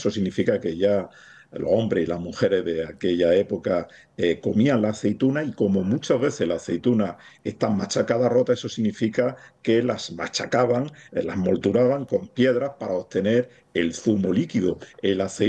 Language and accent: Spanish; Jaén, Andalusia, Spain; Yo soy andaluz, yo nací en Jaén, aquí es donde he vivido, y entonces, claro, al nacer entre los bosques geométricos de olivares, pues toda la cultura popular, la cultura tradicional en donde yo me he criado, pues estaba empapada por el aceite de oliva